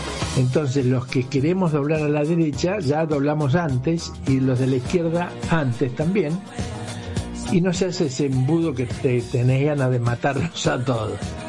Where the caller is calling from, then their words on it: Buenos Aires, Argentina; de Constitución.